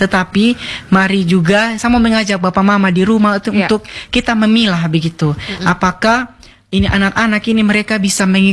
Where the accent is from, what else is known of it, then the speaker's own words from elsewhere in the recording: East Nusa Tenggara, Indonesia; apalagi kalau zaman-zaman tanam padi kita orang Sumba itu terkadang orang tua bilang begini di anak-anak.